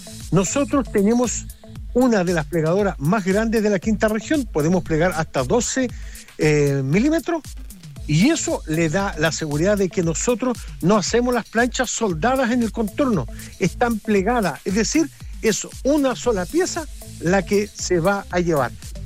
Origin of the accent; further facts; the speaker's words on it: Syria; moved away; porque ellos son palestinos, nosotros somos sirios, pero somos hermanos de la misma tribu, de la misma familia árabes